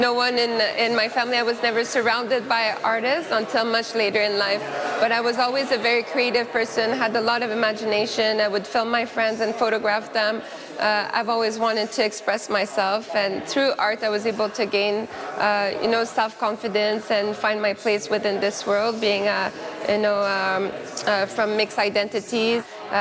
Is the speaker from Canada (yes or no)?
yes; Aylmer, Quebec, Canada; I grew up partly in Elmer, Quebec, so just on the other side of the river from the National Gallery. I used to come to Ottawa all the time. This is my place. This is where I grew up.